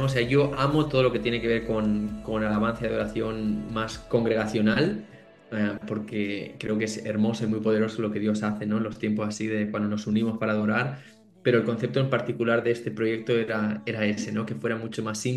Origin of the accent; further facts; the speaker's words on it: Catalonia, Spain; moved away as an adult; also born or lived in Australia; yo crecí en un pueblo de la provincia de Lérida, ahí en Cataluña, en España, y en mi adolescencia conocí al Señor ahí.